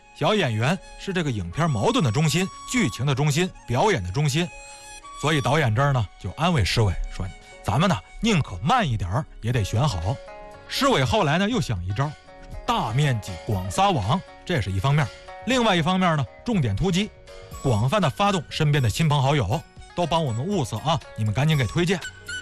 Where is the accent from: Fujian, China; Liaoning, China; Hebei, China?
Hebei, China; Tangshan; moved away; 我老家呢是唐山农村的，你看我们小时候呢偶尔啊有这个城市的亲戚也是小孩就来串亲戚了